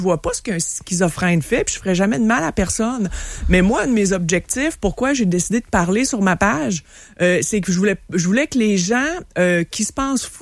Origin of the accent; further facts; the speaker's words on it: Sainte-Foy, Quebec, Canada; also born or lived in United States; Non, c'est du région de Québec. J'ai grandi à Sainte-Foy, j'ai été aux États-Unis un petit peu aussi.